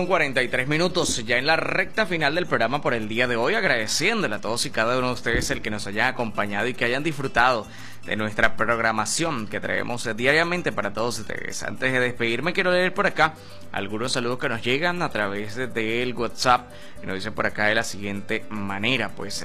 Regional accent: Guárico, Venezuela; moved away; salúdame a mi tierra guariqueña

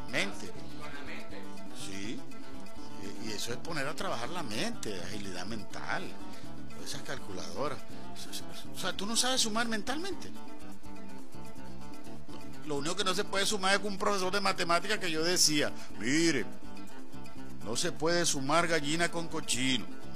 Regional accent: Aragua de Maturín, Monagas, Venezuela; moved away; Yo conocí en mi pueblo, en el liceo Félix Armando Núñez, pero Félix Antonio Calderón, en Aragua de Maturín

